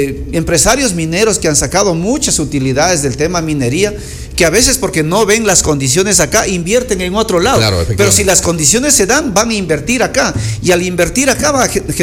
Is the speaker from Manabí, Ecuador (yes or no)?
no; Zamora, Zamora-Chinchipe, Ecuador; soy zamorano, quiero a mi cantón, quiero que Zamora avance hacia el desarrollo